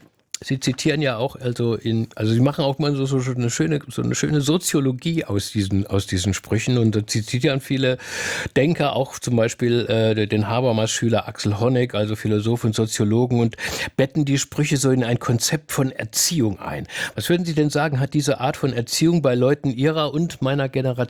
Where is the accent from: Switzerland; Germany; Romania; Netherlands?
Germany; Baden-Württemberg; Ah ja, wissen Sie, ich komme aus dem Dorf in Baden-Württemberg